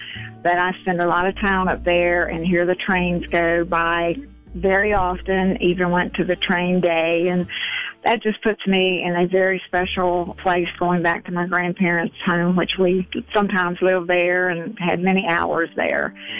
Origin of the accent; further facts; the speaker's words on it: Abingdon, Virginia, United States; now in Richmond, United States; I grew up in Abingdon, Virginia, and moved to Richmond my senior year in high school.